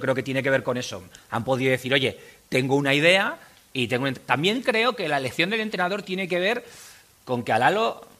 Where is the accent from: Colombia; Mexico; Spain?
Spain; Zaragoza, Aragon; No, yo en realidad soy de Zaragoza.